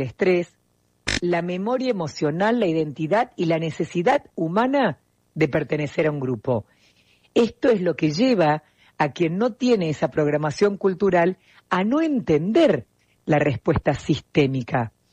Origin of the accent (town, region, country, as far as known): Argentina